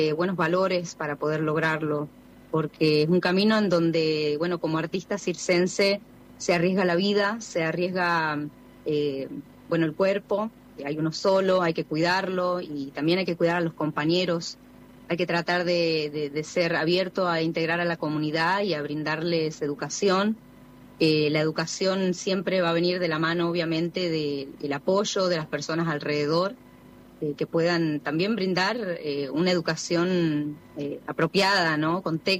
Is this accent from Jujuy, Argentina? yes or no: yes; San Salvador de Jujuy, Jujuy, Argentina; moved away as an adult; also born or lived in Córdoba; now in Mexico; yo me crié en Alto Comedero, con una madre soltera que hizo cargo de 4 hijas.